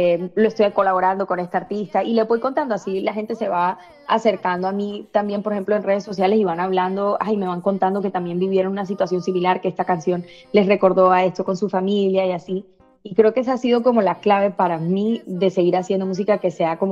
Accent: Barrancas, La Guajira, Colombia; also born or lived in Medellín, Colombia; now in United States; yo crecí en la Guajira, pero yo también soy mitad paisa, mi mamá es de Medellín y yo iba todo el tiempo a Medellín, cierto, hice mi carrera en Medellín, allá estudié también. Y luego también entonces vivo en Estados Unidos, hablo inglés, pero hablo español

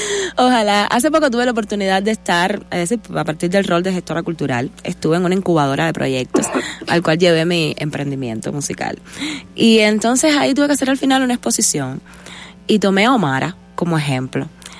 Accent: Güines, Mayabeque, Cuba; Yo soy de Guinness, de un pueblo en Cuba que se llama Guinness, que está ahora actualmente en la provincia de Mayabeque.

